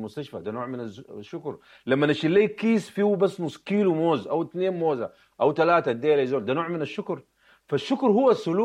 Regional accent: Sudan; احنا كسودانيين

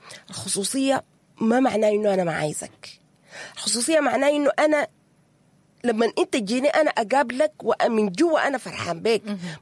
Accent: Sudan; نحن الشعب السوداني مشهورين بالاجتماعيات بتاعتنا

